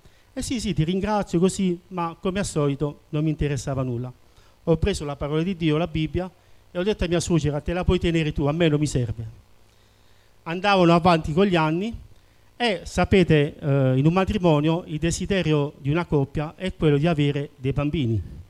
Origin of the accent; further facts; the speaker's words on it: Manfredonia, Apulia, Italy; ho 55 anni e sono di Manfredonia.